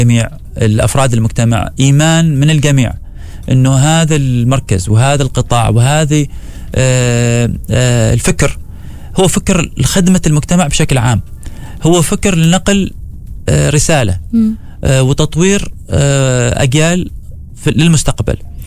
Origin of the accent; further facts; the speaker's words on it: Oman; فهذا نجاحنا كلنا، ولنا الفخر نحن كعمانيين، ولنا الفخر كعرب